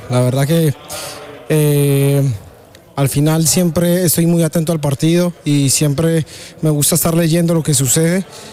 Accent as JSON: {"language": "Spanish", "town": "Pereira", "region": "Risaralda", "country": "Colombia", "moved": "yes", "said": "Yo soy de al lado, mira. Yo soy de Pereira."}